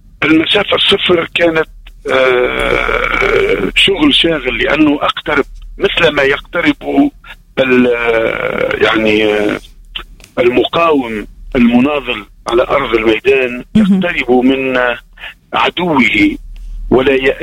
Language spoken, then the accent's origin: Arabic; Sfax, Sfax Governorate, Tunisia; born there; مسقط رأسي وهو صفاقس.